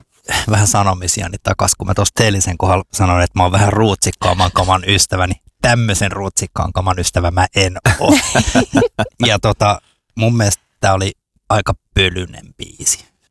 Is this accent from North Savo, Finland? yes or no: no; Espoo, Uusimaa, Finland; My Hometown on siis Espoo, koska mä oon syntyperäinen espoolainen ja mä oon asunut Kivenlahdessa ja Kauklahdessa ja mulla on tosi silleen lämmin suhde Espooseen